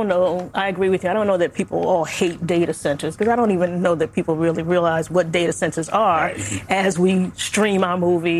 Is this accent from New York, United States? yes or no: yes; New York City, New York, United States; I'm from Brooklyn.